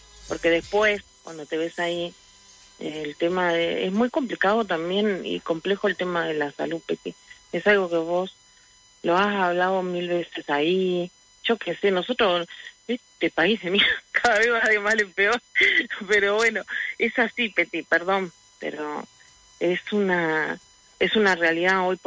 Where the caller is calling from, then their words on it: Uruguay; Pues yo soy uruguaya, amo mi país.